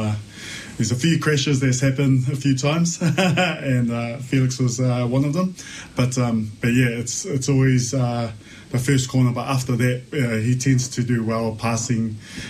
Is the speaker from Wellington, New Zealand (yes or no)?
yes; Lower Hutt, Wellington, New Zealand; Yeah, I come from Lower Hutt, born and raised in Wellington.